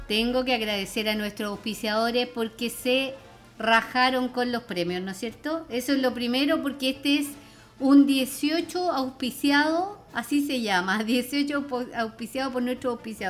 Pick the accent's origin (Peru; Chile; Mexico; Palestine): Chile; así somos los chilenos.